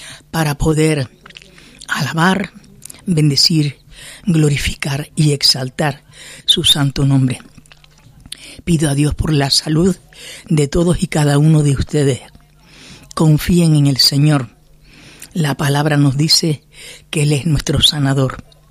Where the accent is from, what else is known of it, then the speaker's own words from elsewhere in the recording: Canary Islands, Spain; Yo tengo que reconozco muy orgullosa además, que soy canaria.